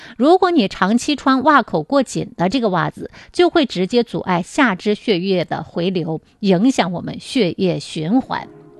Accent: China

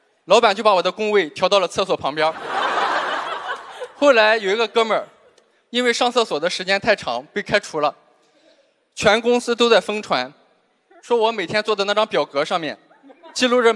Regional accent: Zhangqiu, Shandong, China; also born or lived in Jinan; 我是个山东人，我的老家是山东章丘的，然后打小我就想我以后要一定要去大城市工作，去济南。

